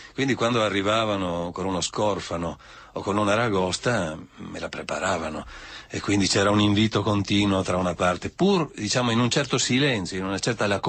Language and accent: Italian; Trieste, Friuli-Venezia Giulia, Italy; io sono di Trieste.